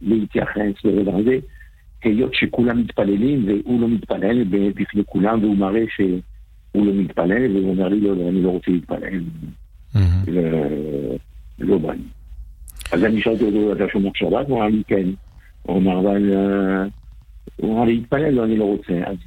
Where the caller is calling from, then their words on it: Paris, Île-de-France, France; אני מתקשר מפריז, מצרפת.